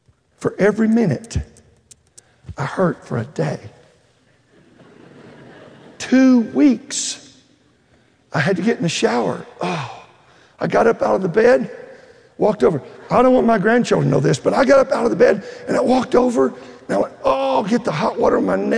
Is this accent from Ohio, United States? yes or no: no; Texas, United States; I love football. I grew up in Texas. You get a football in your crib, you know.